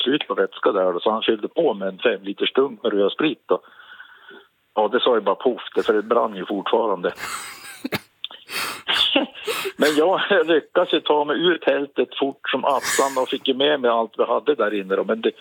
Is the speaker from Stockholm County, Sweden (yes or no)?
no; Jämtland County, Sweden; att ja, men solen här är väl ungefär som hemma i Jämtland.